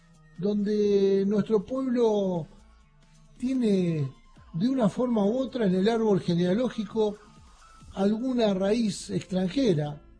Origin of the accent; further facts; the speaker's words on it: La Pampa, Argentina; vengo del Fonavi. Vengo del Fonavi en una provincia donde la cantidad de vecinos de esta provincia, de coterráneos, de pampeanos